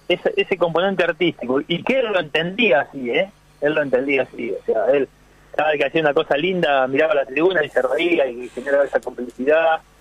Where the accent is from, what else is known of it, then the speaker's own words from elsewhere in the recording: General Belgrano, Buenos Aires Province, Argentina; fue la primera vez que mi pueblo entraba a una liga en La Plata.